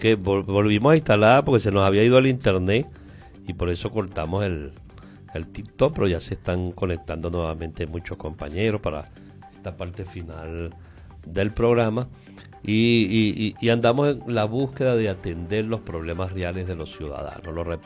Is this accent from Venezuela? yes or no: yes; Venezuela; nosotros como venezolanos